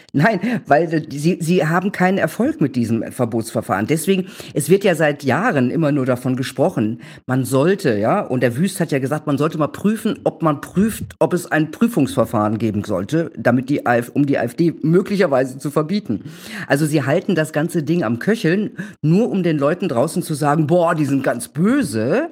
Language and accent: German; Gelsenkirchen, North Rhine-Westphalia, Germany; zum Beispiel in meiner alten Heimatstadt Gelsenkirchen.